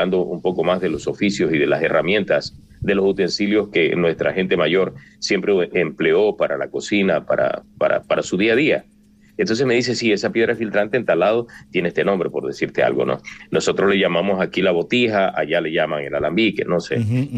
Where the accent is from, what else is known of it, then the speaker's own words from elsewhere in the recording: Coast, Ecuador; soy ecuatoriano, soy ecuatoriano de la costa, siempre digo, ¿no? Y la gente me dice, no, pero es que tu acento se parece más al acento colombiano, al acento venezolano o al salvadoreño. Y le digo, no, yo soy del Ecuador.